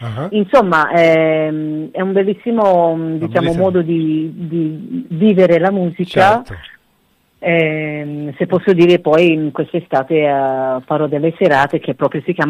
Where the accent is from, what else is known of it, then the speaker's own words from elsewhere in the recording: Melbourne, Victoria, Australia; now in Italy; io sono di Melbourne, e quindi la mia terra mi chiama e mi chiama spesso